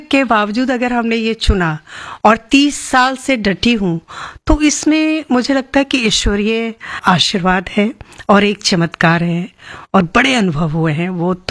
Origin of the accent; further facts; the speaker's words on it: Bihar, India; बिहार बहुत दूर है, गया नवादा, नालंदा, राजगीर, मैं वहां से हूँ।